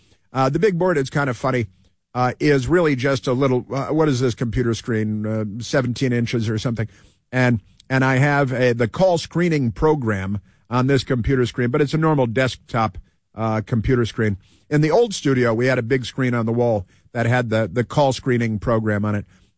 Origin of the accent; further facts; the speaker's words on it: Chicago, Illinois, United States; Oh, of course, I recall, yeah, growing up in Chicago and … yeah, their first album.